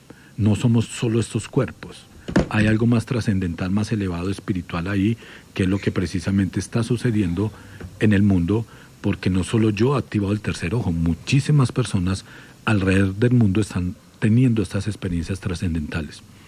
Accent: Pereira, Risaralda, Colombia; Yo soy de Pereira

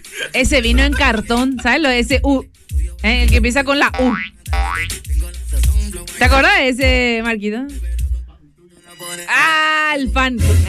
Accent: Clorinda, Formosa, Argentina; saludos de Clorinda y saludos a mi ciudad natal, Clorinda

